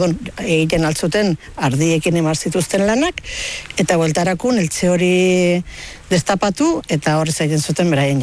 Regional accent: Lesaka, Navarre, Spain; born there; also born or lived in Dixon, California, United States

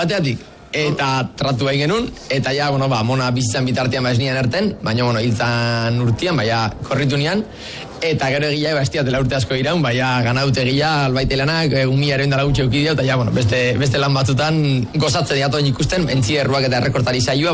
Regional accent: Zestoa, Deba, Mutriku, Basque Country, Spain; born there; hazi ginen, ba, zestuan, itziarren, deban, mutrikunda bar

